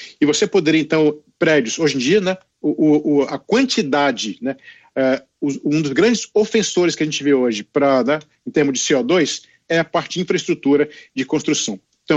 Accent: Brasília, Federal District, Brazil; now in United States; Sabe que eu sou de Brasília, sou matemático pela Universidade de Brasília, uma ótima universidade

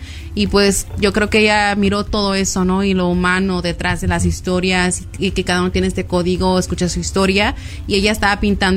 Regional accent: Compton, California, United States; que era como, ¿de dónde eres? Y dije, oh, de Compton.

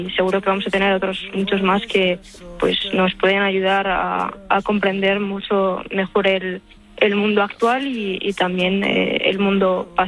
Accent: La Rioja, Spain; en un pueblo de La Rioja, de donde yo soy.

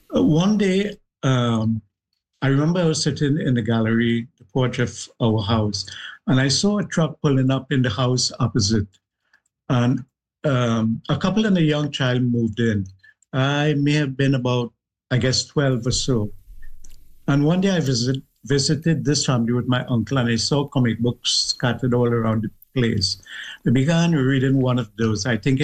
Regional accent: Trinidad & Tobago; moved away; I grew up in South Trinidad in a little village called Tablan. And there was an extended, you know, I grew up in a house with an extended family.

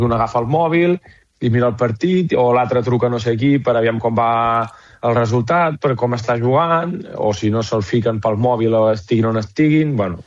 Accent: Vic, Catalonia, Spain; Pa, és normal, jo soc de Vic, què vols, fill meu?

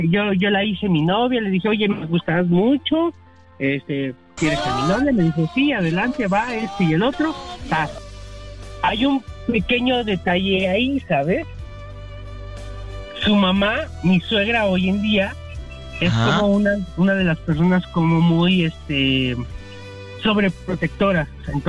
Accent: Tlaxcala, Mexico; Yo soy de Tlaxcala. Bien pinche, olmeca, morenito.

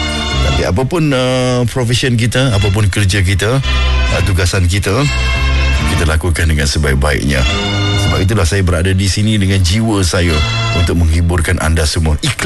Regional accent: Johor, Malaysia; selain daripada negeri saya lah, saya orang Johor.

